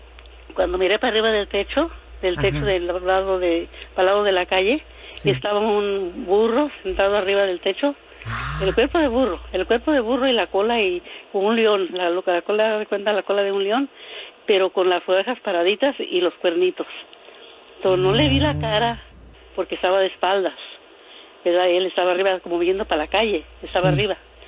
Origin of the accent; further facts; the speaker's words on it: Jalisco, Mexico; moved away; en México, yo soy de México, de Jalisco.